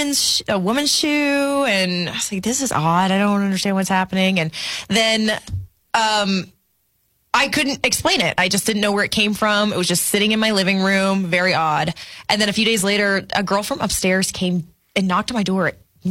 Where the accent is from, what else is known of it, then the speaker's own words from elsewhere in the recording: Arkansas, United States; now in Minnesota, United States; the house that I grew up in Arkansas is haunted.